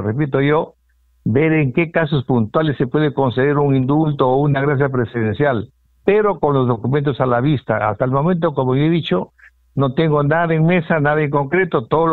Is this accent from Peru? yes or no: yes; Peru; aquí hay que ser creativos como peruanos